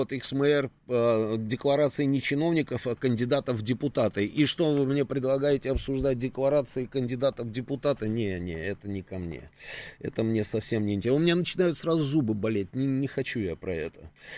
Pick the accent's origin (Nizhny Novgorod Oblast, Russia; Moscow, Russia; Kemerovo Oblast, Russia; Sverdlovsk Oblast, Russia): Moscow, Russia